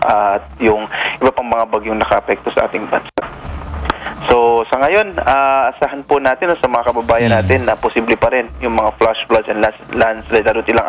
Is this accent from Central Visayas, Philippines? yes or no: no; Central Luzon, Philippines; dyan sa amin sa Bataan